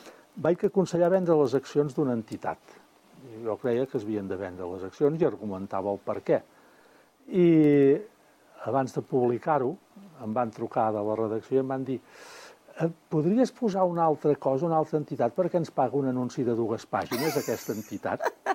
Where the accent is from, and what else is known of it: Manresa, Catalonia, Spain; born there